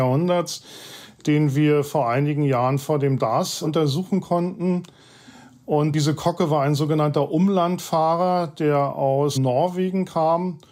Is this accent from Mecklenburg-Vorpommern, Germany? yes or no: yes; Mecklenburg-Vorpommern, Germany; Ich bin auf der Insel Rügen aufgewachsen. Und als Junge war ich schon begeisterter Schnorchler und habe dann auch schon erste Wrackreste gefunden.